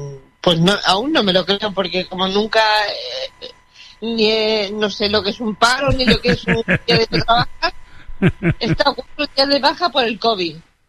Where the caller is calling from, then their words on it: Yecla, Region of Murcia, Spain; En Yecla.